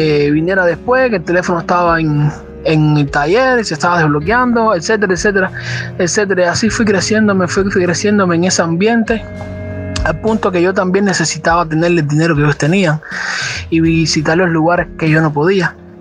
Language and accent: Spanish; Cuba; Soy de acá, de Cuba